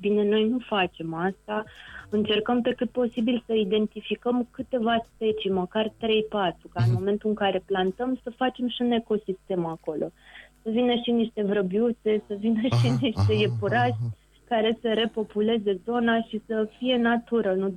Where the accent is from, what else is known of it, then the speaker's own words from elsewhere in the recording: Craiova, Dolj, Romania; sunt din Craiova